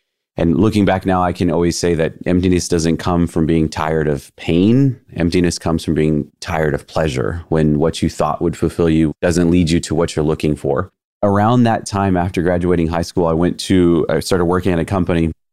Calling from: Austin, Texas, United States; I'm from Austin

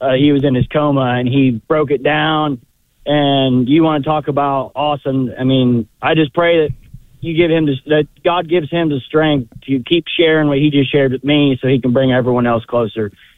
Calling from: Indiana, United States; I'm from Indiana

